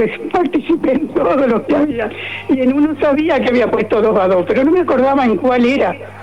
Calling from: Maldonado, Uruguay; Sí, vivo en Maldonado, en Cerro Pelado.

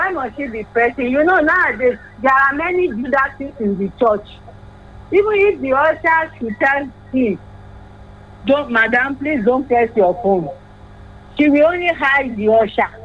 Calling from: Cairo, Cairo Governorate, Egypt; from Cairo.

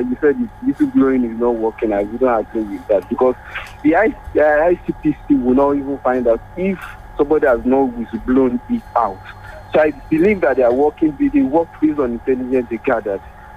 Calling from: Akure, Ondo, Nigeria; I'm calling from Akure.

